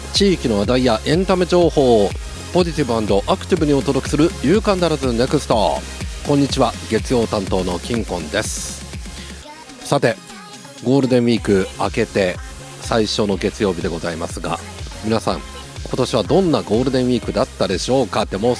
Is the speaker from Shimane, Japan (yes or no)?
yes; Yasugi, Shimane, Japan; 僕の地元の安来市広瀬町